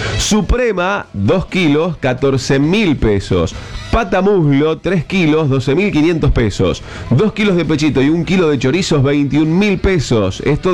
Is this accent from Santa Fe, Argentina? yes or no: yes; Arequito, Santa Fe, Argentina; also born or lived in Casilda; Me crié en Arequito, sí.